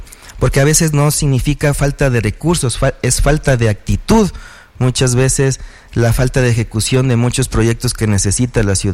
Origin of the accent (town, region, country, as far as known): Latacunga, Cotopaxi, Ecuador